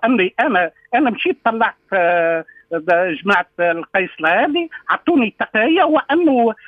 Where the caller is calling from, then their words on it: Ezzahra, Ben Arous, Tunisia; من الزهرة